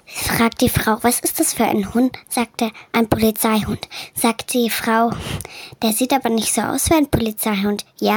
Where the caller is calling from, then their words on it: Vienna, Austria; ich bin 6 Jahre alt, ich komme aus Wien